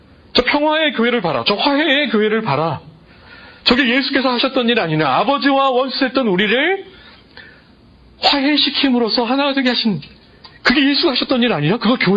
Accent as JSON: {"language": "Korean", "country": "South Korea", "lives_now": "Los Angeles, United States", "said": "지금 이 LA 땅 제가 살고 있는 LA 땅에는 얼마나 많은 언어 그룹이 있고 어떤 그룹들이 살고 있는데 나는 한국 사람으로서 그 사람들과 어떠한 과거를 가지고 있는가."}